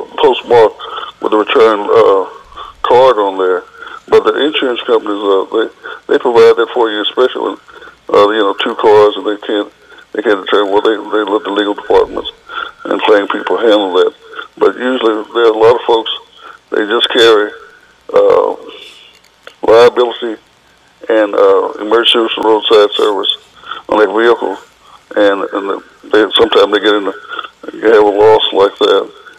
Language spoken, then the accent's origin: English; Port Arthur, Texas, United States; I'm from Port Arthur.